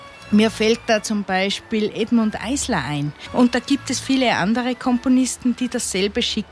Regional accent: Eugendorf, Salzburg, Austria; Aus Eugendorf.

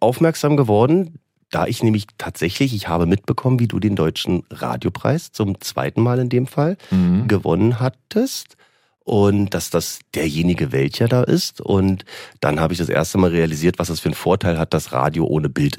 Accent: Berlin, Germany; also born or lived in Potsdam; In der Schweiz habe ich immer gesagt, ja, ich komme aus Berlin. Gebürtig bin ich Potsdamer. Habe einfach eine sehr, sehr, sehr, sehr, sehr lange Zeit seit meiner frühesten Jugend eigentlich in Berlin verbracht und gelebt dann später auch.

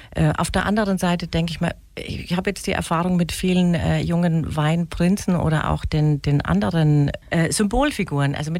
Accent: Wiesenbronn, Bavaria, Germany; ich bin auf dem Weindorf aufgewachsen

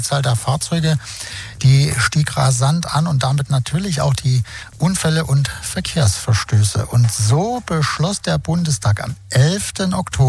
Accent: East Germany, Germany; Bei uns im Osten in der DDR, da lief das ein bisschen anders.

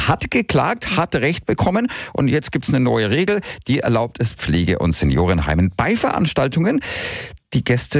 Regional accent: Bavaria, Germany; Na gut, ich meine, bei uns in Bayern gibt's das schon längst.

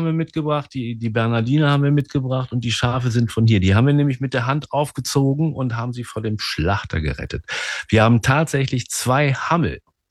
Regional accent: Bückeburg, Lower Saxony, Germany; moved away as an adult; now in Pellworm, Germany; gebürtiger Bückeburger, Bückeburger im Schaumburger Wald. Wunderschönes Städtchen. Und das habe ich verlassen als im Alter von, weiß ich nicht, war 54.

